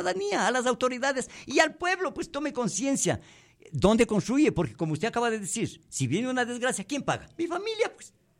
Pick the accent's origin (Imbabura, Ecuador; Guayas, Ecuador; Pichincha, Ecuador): Pichincha, Ecuador; Cangagua; also born or lived in Puyo; now in Tababela, Ecuador; mi tierra linda, Cangagua lindo de mi corazón.